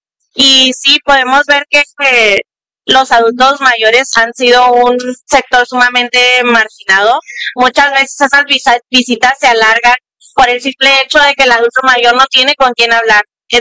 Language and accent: Spanish; Mexico; como mexicanos y mexicanas